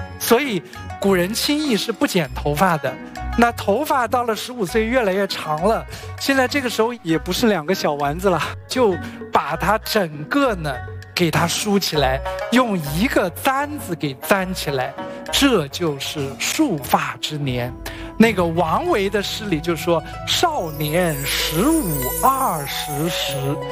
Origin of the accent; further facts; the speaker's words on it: China; 我们中国人